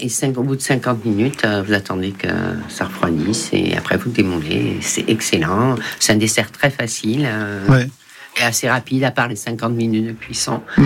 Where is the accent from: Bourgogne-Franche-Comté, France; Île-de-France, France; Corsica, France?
Corsica, France; Ajaccio; born there; now in Marseille, France; Moi, je suis née à Ajaccio, mais ma région, c'est entre Ajaccio et Cargès